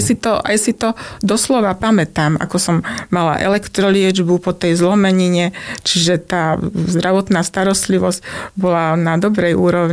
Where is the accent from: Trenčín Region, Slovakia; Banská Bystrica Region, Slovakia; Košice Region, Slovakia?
Banská Bystrica Region, Slovakia; Môťová; Predovšetkým Môťová bola akoby dedina, čiže som dievča z dediny. Blízko som mala školu.